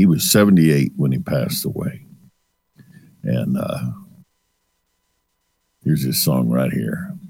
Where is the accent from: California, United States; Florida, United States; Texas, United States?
Texas, United States; I'm from Texas, and I lived there nearly all of my life, down around San Antonio, south of San Antonio, in that area.